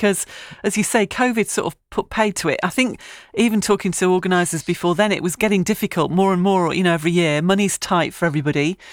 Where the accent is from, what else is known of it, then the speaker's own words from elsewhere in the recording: United Kingdom; it's because we're British.